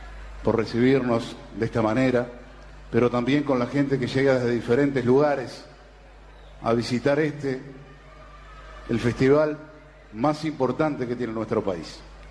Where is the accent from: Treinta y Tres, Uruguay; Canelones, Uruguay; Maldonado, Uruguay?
Treinta y Tres, Uruguay; con la gente de mi pueblo, con la gente del Olimar